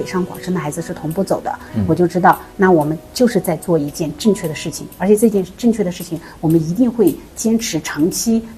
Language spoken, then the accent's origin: Chinese; Kuqa, Xinjiang, China; 我是在库车长大的。